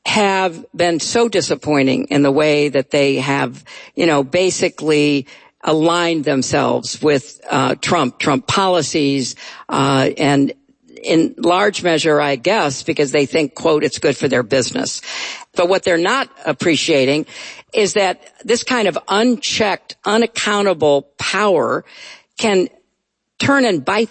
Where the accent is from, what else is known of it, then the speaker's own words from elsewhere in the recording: New York, United States; But I'm not a Mainer. I'm a New Yorker.